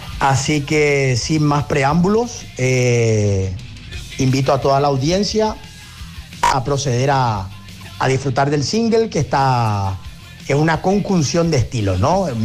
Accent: Viña del Mar, Valparaíso, Chile; now in Paraguay; yo soy chileno y estoy radicado acá en Paraguay hace muchos años, y la cuestión es que el 2 de febrero del 2024 en mi ciudad natal tuvimos un mega incendio, que es Viña del Mar, Chile.

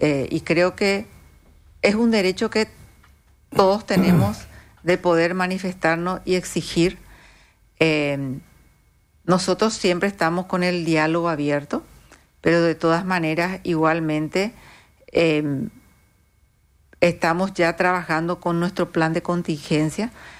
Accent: Encarnación, Itapúa, Paraguay; Todos saben que yo soy de Encarnación.

